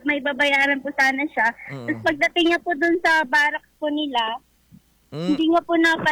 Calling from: Quezon, Palawan, Philippines; Taga Quezon po.

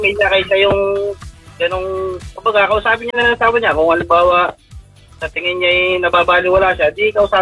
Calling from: Cabuyao, Calabarzon, Philippines; taga Kabuyao, Laguna.

